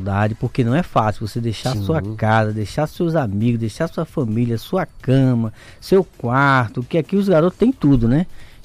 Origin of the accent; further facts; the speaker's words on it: Recife, Pernambuco, Brazil; moved away as an adult; now in Manaus, Brazil; sou de Recife